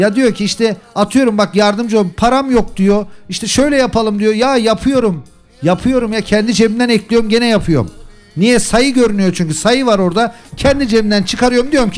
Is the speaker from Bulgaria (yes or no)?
no; Kırıkkale, Turkey; Ben Kırıkkaleliyim. Ben bildiğiniz bir memur çocuğuyum.